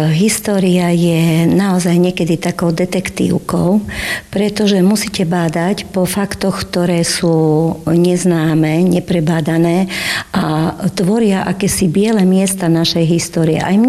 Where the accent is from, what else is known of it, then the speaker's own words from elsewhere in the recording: Spiš, Slovakia; u nás na Spiši existoval takýto krúžok, mal sídlo v Levoči